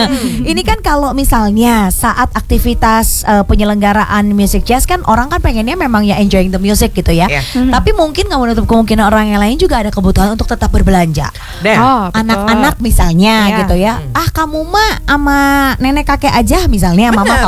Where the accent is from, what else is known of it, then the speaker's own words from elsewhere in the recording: Bandung, West Java, Indonesia; Sebagai warga Bandung Timur